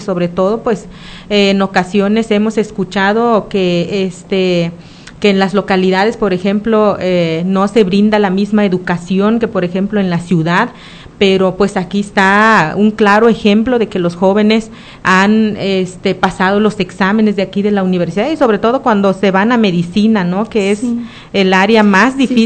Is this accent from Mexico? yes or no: yes; Mesa del Nayar, Nayarit, Mexico; nuestra comunidad, que es Mesa del Nayar